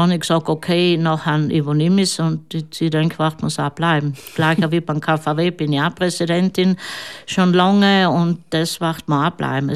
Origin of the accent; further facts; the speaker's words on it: Trentino-Alto Adige, Italy; wir sind Südtiroler. Also wir dürfen Steuern zahlen für den italienischen Staat, aber im Grunde genommen sind wir Südtiroler.